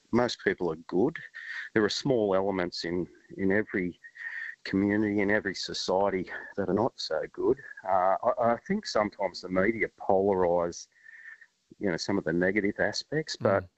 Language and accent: English; Blacktown, New South Wales, Australia; Yeah, look, I grew up in Blacktown, essentially, and then made it to the dizzy heights of Penrith.